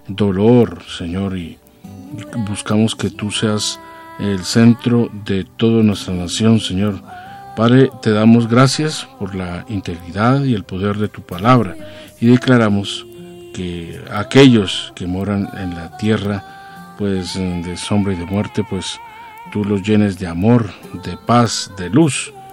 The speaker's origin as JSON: {"language": "Spanish", "country": "Colombia", "said": "que hoy, como colombianos, confiemos en ti"}